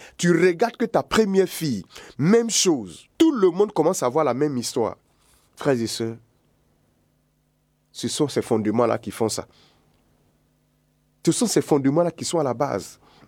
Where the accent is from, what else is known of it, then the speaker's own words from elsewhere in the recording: Côte d’Ivoire; Chez nous, en Côte d'Ivoire